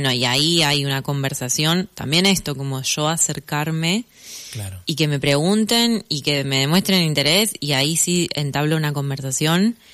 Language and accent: Spanish; Argentina; si me preguntan de dónde soy, ahí digo, como que soy de Buenos Aires. Pero bueno, también como ya hace unos meses que estoy viajando y ya estuve por varios lados